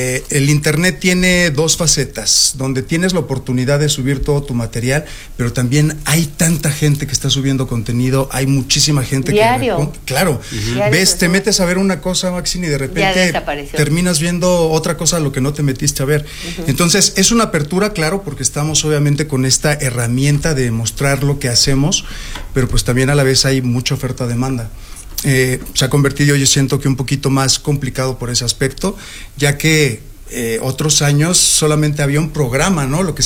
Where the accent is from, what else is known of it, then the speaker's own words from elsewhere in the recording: Veracruz, Mexico; Hecho en México, ¿no? Sí. Veracruz.